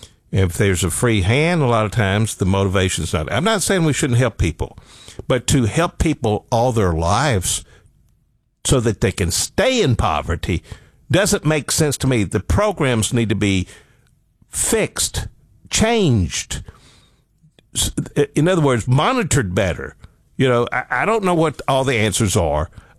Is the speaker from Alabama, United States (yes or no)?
yes; Alabama, United States; You know, I grew up in Northeast Alabama on a mountain.